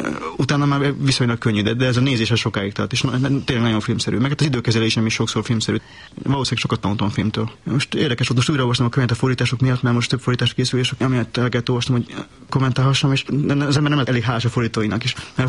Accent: Transylvania, Romania; Ez nem igazán az az erdély, amiben én éltem, hanem egy fiktív erdély.

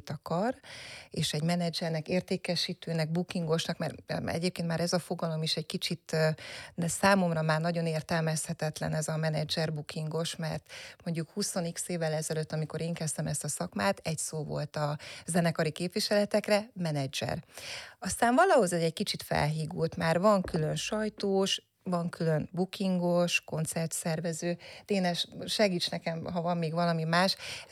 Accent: Miskolc, Borsod-Abaúj-Zemplén, Hungary; moved away as an adult; now in Budapest, Hungary; Miskolcon nőttem föl

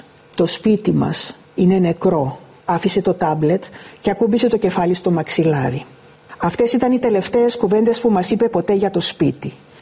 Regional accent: Famagusta, Famagusta District, Cyprus; εμείς όσοι γεννηθήκαμε στην Αμόχωστο και ζούσαμε στην Αμόχωστο, στην Κύπρο, μπορέσαμε να δούμε ξανά την πόλη μας.

